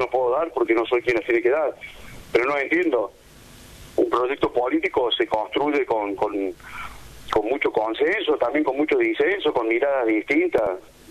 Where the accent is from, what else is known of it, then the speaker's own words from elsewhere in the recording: Argentina; cómo somos los argentinos